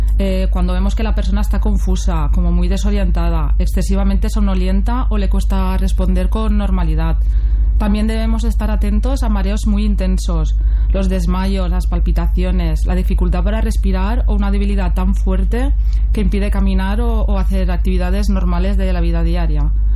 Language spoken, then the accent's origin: Spanish; Spain; Soy de aquí, de Vilabella, de cerquita al ladito.